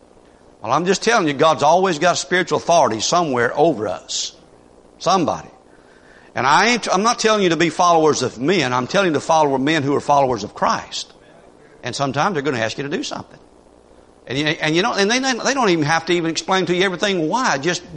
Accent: United States; we as Americans, we got our rights.

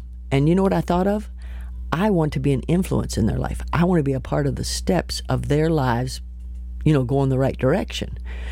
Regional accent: Martinsburg, West Virginia, United States; my hometown, Martinsburg, West Virginia.

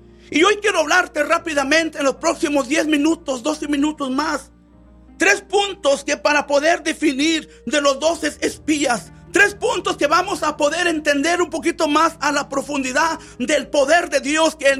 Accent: Texas, United States; Mi tierra, el Valle de Texas, es fértil. Aquí mi familia es fértil, es apto para vivir, es apto para cultivar y para criar ganados.

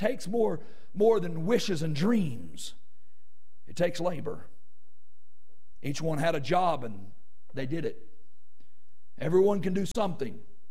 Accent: Arkansas, United States; I'm from Arkansas and I can't pronounce them

